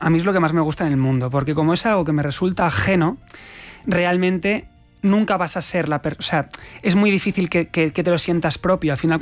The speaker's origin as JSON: {"language": "Spanish", "region": "Catalonia", "country": "Spain", "said": "yo, que interpreto a Dalí, soy catalán"}